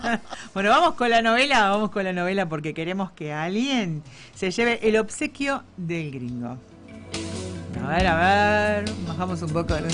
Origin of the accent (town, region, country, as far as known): Córdoba, Argentina